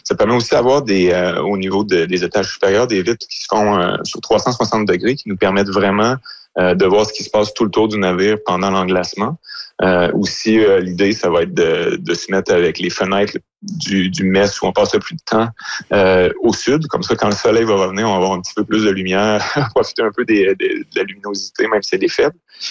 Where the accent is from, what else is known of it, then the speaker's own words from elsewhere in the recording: Quebec, Canada; Ah oui, moi, je viens de l'Abitibi, donc je suis habitué